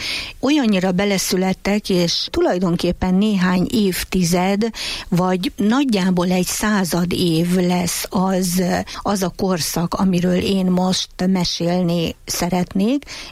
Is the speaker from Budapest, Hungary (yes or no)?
no; Miskolc, Borsod-Abaúj-Zemplén, Hungary; Én pedig miskolci lévén